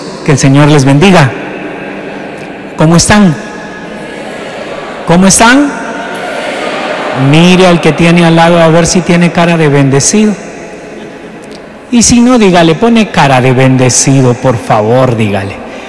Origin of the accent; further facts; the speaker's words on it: Guatemala City, Guatemala Department, Guatemala; Yo vengo de la ciudad de Guatemala